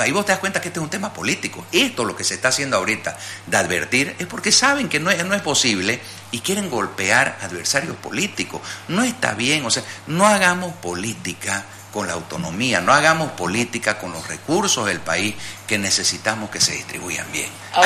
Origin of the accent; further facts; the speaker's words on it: Bolivia; porque al final somos bolivianos, Jimena.